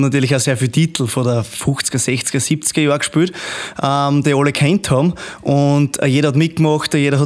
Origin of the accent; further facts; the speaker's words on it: Styria, Austria; da wir jetzt als Steirer vielleicht nicht die besten Englischsprecher sind